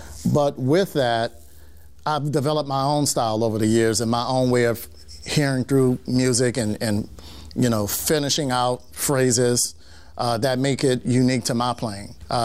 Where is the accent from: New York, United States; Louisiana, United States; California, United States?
Louisiana, United States; New Orleans; I played in my concert band at Phillips Elementary School. I grew up in the St. Bernard Projects, and then I went on to play in marching bands in junior high school.